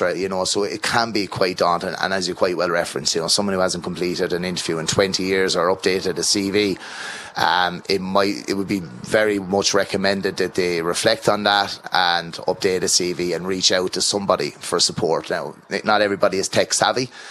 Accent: Ireland; You know, as Irish people, we always, or in Ireland, should I say, we always put ourselves into these compartments and I'll be doing this type of job forever.

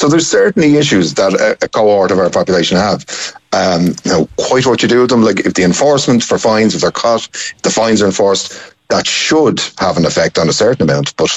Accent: Dublin, Leinster, Ireland; I'm from Dublin, lived here my whole life, well, most of my life

